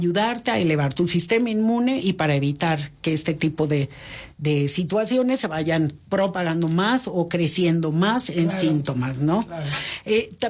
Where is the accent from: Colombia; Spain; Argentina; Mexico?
Mexico; Tabasco; moved away; allá en mi pueblo dirían, en Tabasco, que hace tanto tanto calor